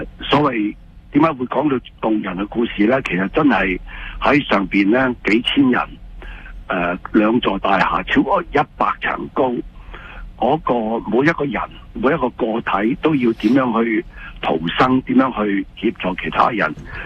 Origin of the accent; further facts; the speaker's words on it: Canada; 可以講喺特朗普對我哋加拿大人嘅關税嗰個嘅襲擊